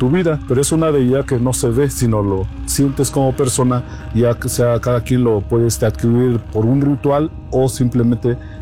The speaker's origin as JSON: {"language": "Spanish", "region": "Oaxaca", "country": "Mexico", "first_language": "Mazatec", "second_language": "Spanish"}